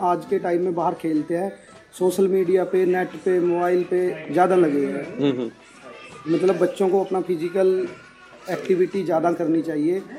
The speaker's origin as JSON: {"language": "Hindi", "town": "Teja Mohri", "region": "Haryana", "country": "India", "said": "मैं यहीं तेजा मोड़ी गांव का रहने वाला हूं"}